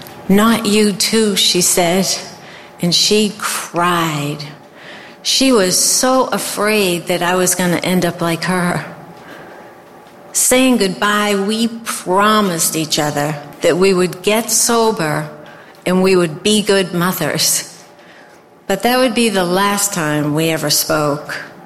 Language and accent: English; Melrose, United States; And we grew up here in Melrose.